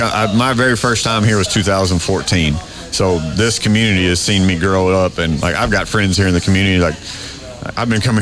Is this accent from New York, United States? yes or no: no; Haskell, Texas, United States; I am from Haskell, Texas.